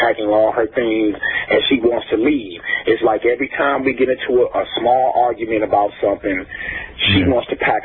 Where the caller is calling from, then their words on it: Detroit, Michigan, United States; Detroit, Michigan.